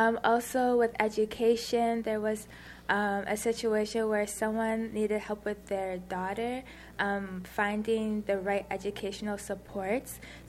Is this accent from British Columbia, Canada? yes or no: no; Kitchener, Ontario, Canada; growing up in the Kitchener-Waterloo region